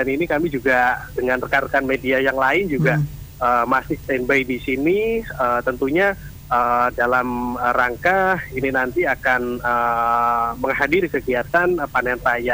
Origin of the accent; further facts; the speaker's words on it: Java, Indonesia; kalau kita orang Jawa nyebutnya lanjaran, begitu, ya.